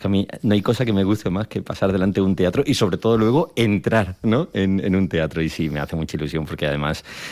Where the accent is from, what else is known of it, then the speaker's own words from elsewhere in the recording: Málaga, Andalusia, Spain; Yo soy de Málaga y por motivos familiares, pues los 12, 13 años pasé varios veranos en Toledo